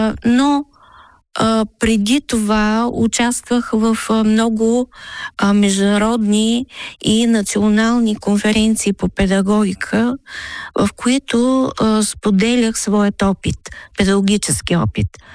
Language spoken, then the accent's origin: Bulgarian; Burgas, Burgas Province, Bulgaria; съм от Бургас. Живея в Бургас.